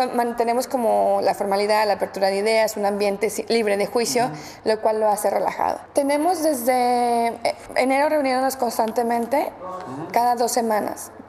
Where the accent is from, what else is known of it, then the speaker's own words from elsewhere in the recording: Mexico; Mexicanos, yo soy mexicana, sí.